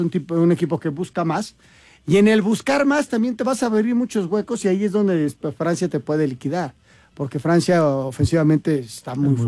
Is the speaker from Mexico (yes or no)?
yes; Mexico; mi familia es de allá, yo soy mexicano